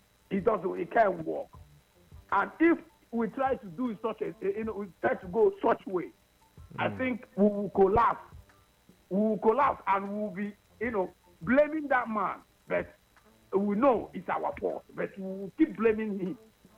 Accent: Nigeria; We are Nigerian

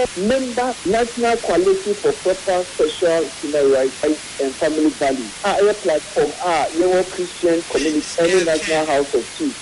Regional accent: Ghana; can I say yes we are all united behind this very project as Ghanaian.

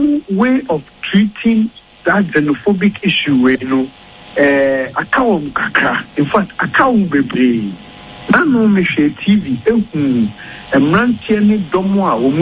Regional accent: Ghana; I personally, as a Ghanaian, I am not happy with the things that are happening.

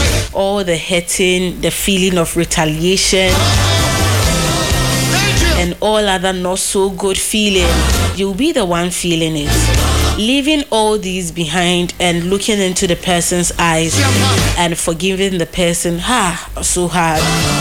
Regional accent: Bekwai, Ashanti, Ghana; from Bujari Bekwai.

